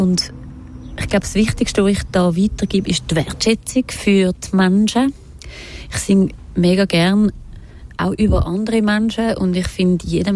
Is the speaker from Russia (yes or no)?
no; Winterthur, Zurich, Switzerland; Ich bin in Winterthur aufgewachsen. In einem Haus mit grossem Garten. Mit meiner Schwester zusammen. Das war ein Quartier, wo sehr viele Kinder waren.